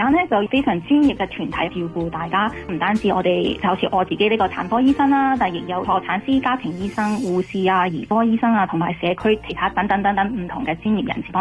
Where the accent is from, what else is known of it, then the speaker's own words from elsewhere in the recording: Toronto, Ontario, Canada; also born or lived in Hong Kong; 虽然我在香港出世，但是我在大多伦多市区长大的